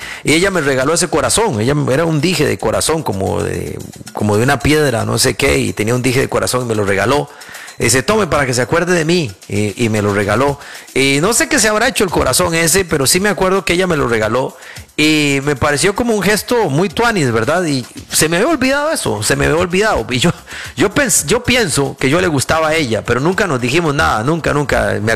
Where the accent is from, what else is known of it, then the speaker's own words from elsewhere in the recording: San José de la Montaña, Heredia, Costa Rica; seguía para mi pueblo, allá San José de la Montaña